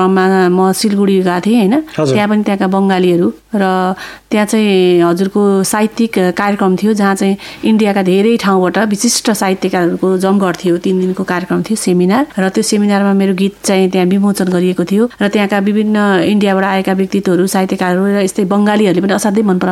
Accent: Chitwan, Bagmati, Nepal; मेरो बाल्यकाल चाहिँ म चितवनमा जन्मिएँ, हुर्किएँ होइन, चितवनको माटोमै म खेले बढेँ

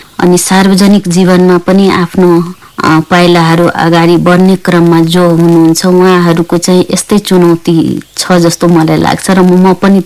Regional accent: Kanakatta, Madhesh Province, Nepal; म मेरो विगतलाई सम्झिँदाखेरि म सप्तरी जिल्लाको एउटा ग्रामीण भेगमा जन्मेको, मेरो गाउँ कनकट्टा थियो। त्यहाँबाट 3 किलोमिटर दक्षिणमा भारतको सिमाना थियो।

